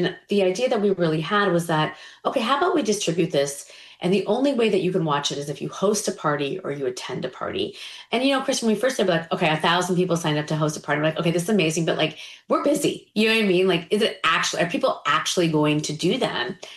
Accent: New York, United States; I think, look, I'm a New Yorker.

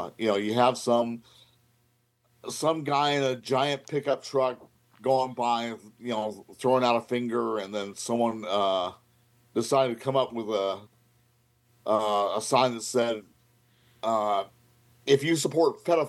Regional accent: Georgia, United States; And I just happened to think about it here in my hometown. There's actually a group that meets every Saturday on a corner in the downtown area

